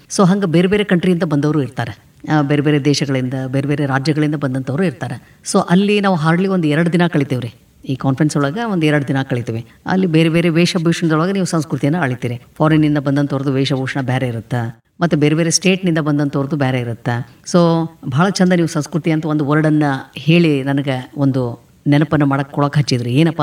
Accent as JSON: {"language": "Kannada", "town": "Shiggaon", "region": "Karnataka", "country": "India", "tie": "born or raised there"}